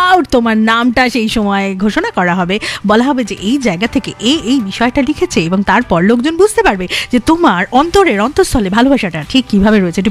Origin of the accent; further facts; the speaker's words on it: Kolkata, West Bengal, India; also born or lived in Punjab; যখন আমি কলকাতার বাইরে থাকতাম, পাঞ্জাব সাইডে থাকতাম